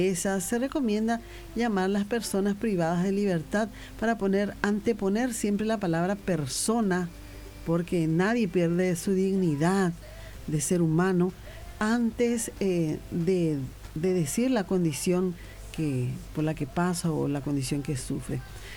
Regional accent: Paraguay; así somos los paraguayos

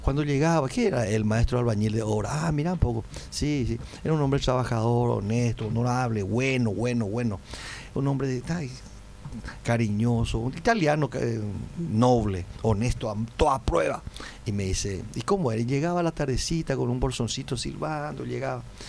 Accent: Paraguay; Hasta donde hoy sigo viviendo. Ahí nacimos, vivimos toda la vida y seguimos viviendo en el mismo lugar, en la misma manzana, en la misma cuadra.

